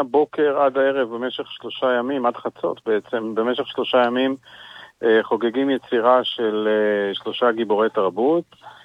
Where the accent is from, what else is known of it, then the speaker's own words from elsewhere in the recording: Haifa, Haifa District, Israel; moved away; אני במקור חיפאי